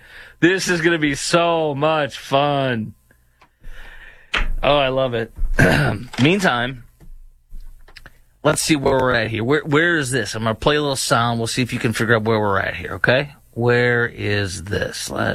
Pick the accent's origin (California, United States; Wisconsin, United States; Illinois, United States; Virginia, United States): Illinois, United States; Chicago; when I was growing up in Chicago